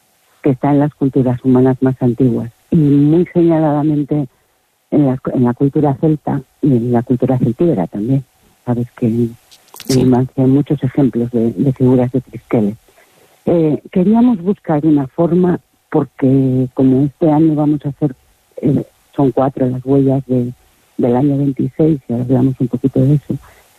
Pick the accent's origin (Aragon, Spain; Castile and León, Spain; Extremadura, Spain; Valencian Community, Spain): Castile and León, Spain; porque mi pueblo está muy cerca de Babia y la cañada occidental leonesa llegaba hasta Babia.